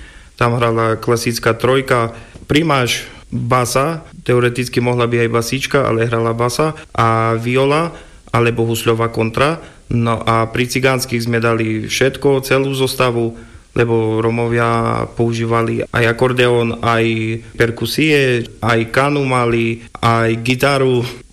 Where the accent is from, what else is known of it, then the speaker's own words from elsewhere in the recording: Prešov Region, Slovakia; No, rusínska menšina, tak tam som mal ja hlavné slovo, keďže som Rusín. Piesne boli z obce vedľa mojej obce, takže z Porača.